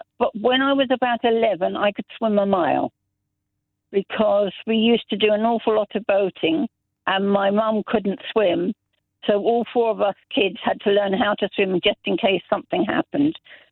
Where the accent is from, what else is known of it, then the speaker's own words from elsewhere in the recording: Zambia; Well, I grew up in Zambia. Every school there had a swimming pool.